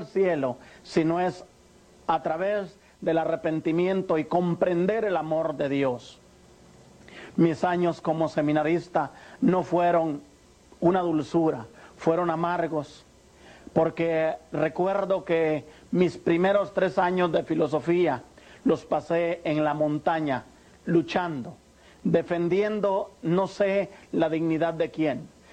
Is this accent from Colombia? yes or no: no; Guatemala; born there; moved away as an adult; also born or lived in Vicenza, Italy / Seville, Spain; Nací en Guatemala, tengo 42 años de edad.